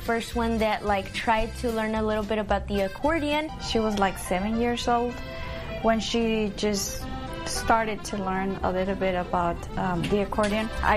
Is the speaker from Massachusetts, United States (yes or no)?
no; Houston, Texas, United States; We are from Houston, Texas.